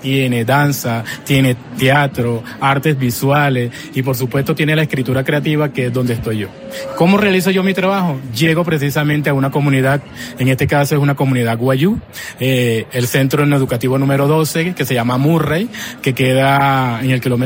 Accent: Aracataca, Magdalena, Colombia; also born or lived in La Guajira; Ese pueblo es La Guajira, aunque vengo del Magdalena, nací en Aracataca, la tierra de nuestro premio Nobel. Llegué a La Guajira precisamente para crear lo que es artes en las comunidades

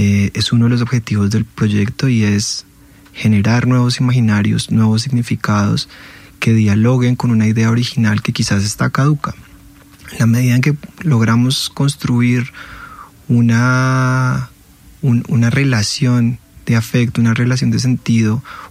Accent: Bogotá, Colombia; como muy bogotano que soy, a esta ciudad que amo, que me encanta

